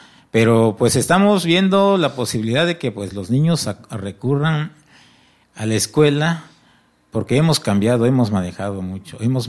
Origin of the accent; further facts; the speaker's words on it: Unión Hidalgo, Oaxaca, Mexico; Y mire que yo soy de Unión Hidalgo, yo no soy de Juchitán, soy de Unión